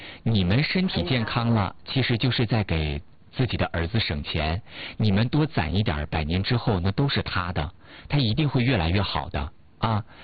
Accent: China; 我们中国人对于家的这个渴望

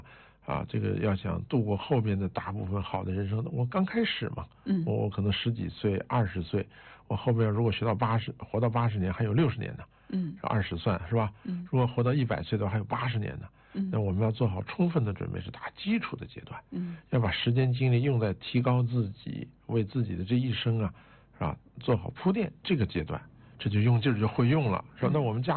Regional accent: China; 我们身为一个中国人

